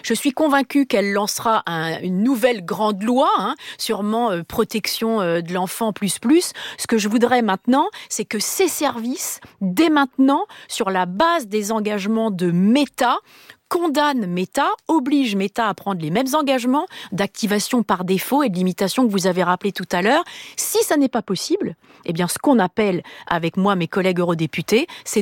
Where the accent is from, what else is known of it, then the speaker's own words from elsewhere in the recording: Normandy, France; Moi, je suis normande et en Normandie, vous savez, on dit c'est à la fin de la foire